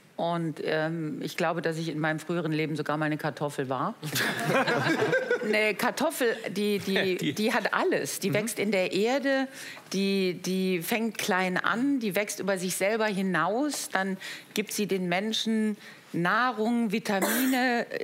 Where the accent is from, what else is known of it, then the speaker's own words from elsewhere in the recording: Solingen, North Rhine-Westphalia, Germany; aber ich komme halt aus Solingen und da weiß man schon, wie das Leben so ist, ne?